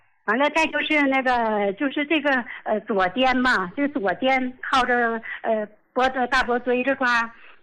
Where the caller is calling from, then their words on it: Qiqihar, Heilongjiang, China; 我是齐齐哈尔的。